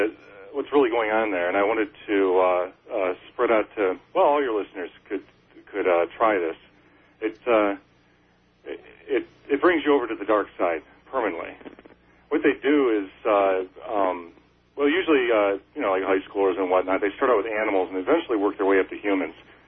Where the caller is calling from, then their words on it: Big Rapids, Michigan, United States; Long-time listener, first-time caller from Big Rapids, Michigan.